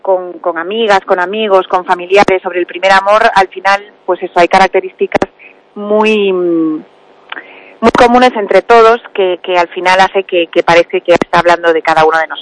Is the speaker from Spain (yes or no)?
yes; A Coruña, Galicia, Spain; born there; also born or lived in Ourense; yo nací en Ourense y viví allí 5 años antes que nos vinimos a Coruña.